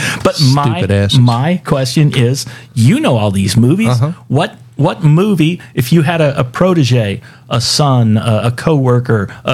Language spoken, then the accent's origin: English; San Diego, California, United States; For me, it's San Diego.